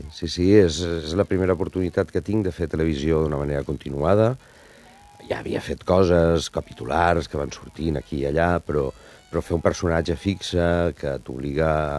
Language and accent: Catalan; Alcoy, Valencian Community, Spain; unes titelles que es fan al meu poble, al Coi